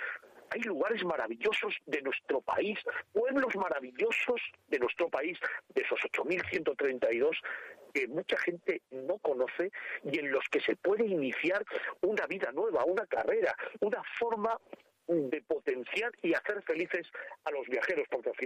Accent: Madrid, Community of Madrid, Spain; soy de Madrid, ¿eh? Soy de Madrid, ¿vale? Lo que pasa que mi madre era extremeña, fíjate que simbiosis. Mi madre extremeña, mi padre de Jaca, aragonés.

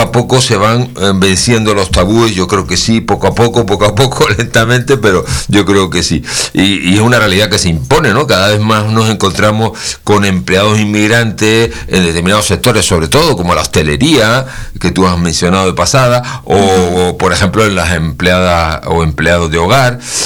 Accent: Canary Islands, Spain; mi tierra.

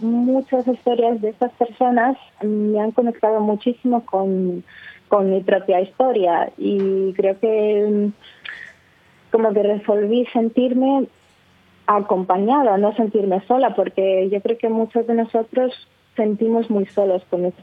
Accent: Russia; Spanish is a second language; now in Spain; soy fotógrafa documental y soy una lesbiana de Rusia.

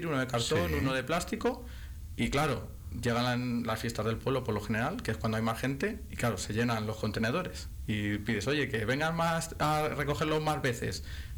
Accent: La Matilla, Castile and León, Spain; Yo cuando estuve en mi pueblo de concejal

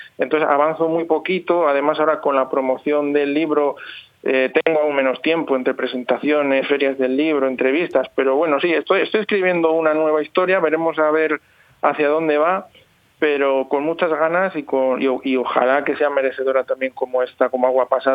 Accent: Valladolid, Castile and León, Spain; moved away; Yo no vivo en Valladolid, pero es volver a casa con mis familiares, con mis amigos, en Noletum, que es la librería donde yo he crecido, donde he ido siempre desde que era pequeño.

